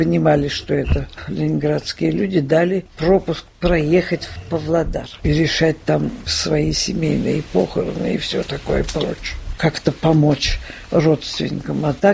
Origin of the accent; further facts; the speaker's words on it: Saint Petersburg, Russia; born there; Я родилась-то, это очень интересно, потому что я родилась на Загородном, 34.